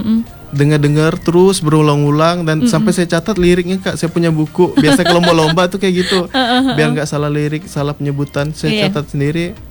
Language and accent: Indonesian; Sintang, West Kalimantan, Indonesia; SD, jadi SMP, SMA di Sintang